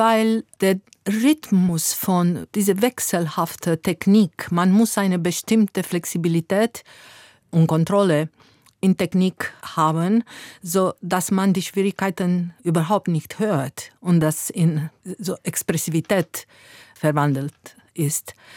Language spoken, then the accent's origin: German; Romania; moved away; für mich als Rumänin